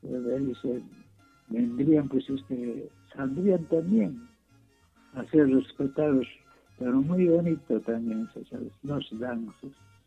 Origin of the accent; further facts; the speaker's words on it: Pisac district, Calca province, Cusco, Peru; mi pueblo, Comay, el distrito de Pisac, provincia de Calca.